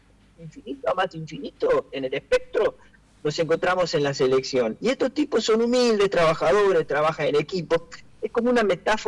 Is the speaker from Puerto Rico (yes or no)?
no; La Plata, Buenos Aires Province, Argentina; de acá, de La Plata, bueno, nosotros también